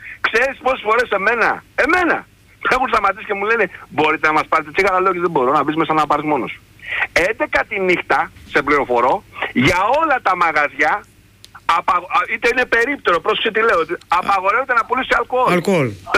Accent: Greece; moved away as an adult; now in England, United Kingdom; Όταν ήρθα στην Αγγλία, την πρώτη φορά που ήρθα στην Αγγλία, είναι πάνω από 25 χρόνια, εγώ έφυγα από την Ελλάδα με επιχειρήσεις, είχα επιχειρήσεις.

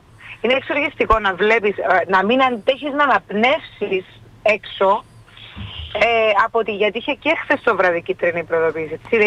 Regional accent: Limassol, Limassol District, Cyprus; Και έξω από τη Λεμεσό η πόλη μου είναι πανέμορφη.

